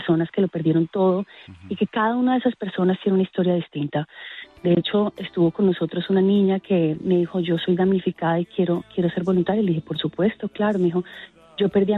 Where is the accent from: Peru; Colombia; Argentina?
Colombia; los colombianos